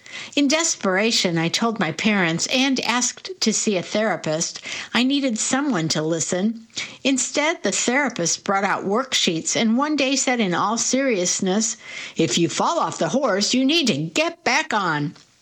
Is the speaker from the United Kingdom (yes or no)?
no; Roanoke, Virginia, United States; I grew up in Roanoke, Virginia, the second of four children.